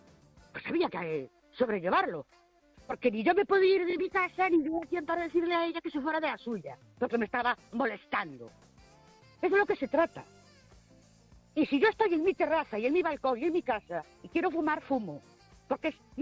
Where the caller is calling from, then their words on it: Ourense, Galicia, Spain; de Ourense.